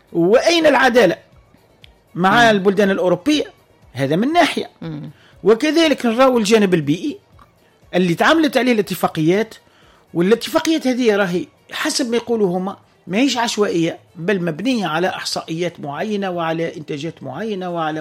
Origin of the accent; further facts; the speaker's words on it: Tunisia; واحنا زاد كذلك كتونسيين نطالبوا به الانصاف في اداره الموارد المشتركه